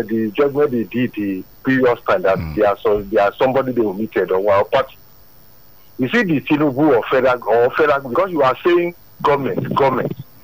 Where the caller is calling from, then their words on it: Lagos, Nigeria; I'm calling from Ogba.